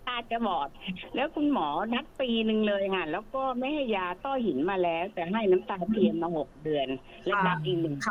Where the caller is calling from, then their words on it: Phra Nakhon Si Ayutthaya, Thailand; ยู่อำเภอพระนครศรีอยุธยาจังหวัดอยุธยานะคะ